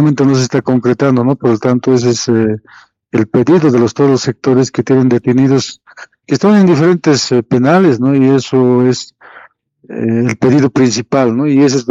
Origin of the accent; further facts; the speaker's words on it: Bolivia; Porque aquí somos bolivianos y entre bolivianos, en un diálogo sincero y claro, debemos debatirlo